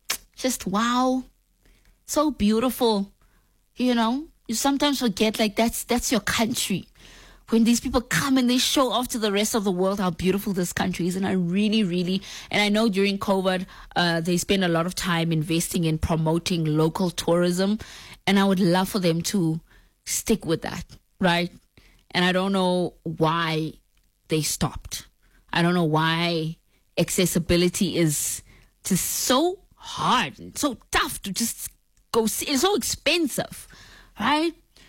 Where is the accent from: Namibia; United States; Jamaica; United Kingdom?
Namibia; Lüderitz, ǁKaras; it's probably my hometown, number one, Luderitz, down south, because it's in such a corner. There's one way in, one way out.